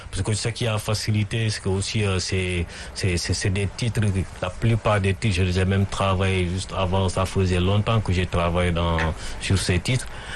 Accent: Kafountine, Ziguinchor, Senegal; now in Dakar, Senegal; je suis originaire de la Casamance, précisément de Kafountine. Ouais. Mais là, je suis établi à Dakar, ça fait maintenant quelques années.

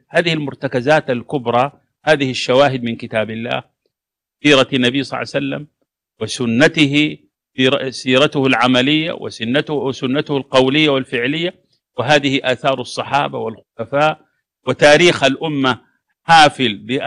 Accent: Sudan; فأنا سوداني بمنطق وطن الجغرافيا، إفريقي بمنطق وطن الجوار، وأنتمي إلى الأمة العربية بمنطق اللسان من المحيط إلى الخليج، وأنتمي إلى الأمة الإسلامية بمنطق العقيدة

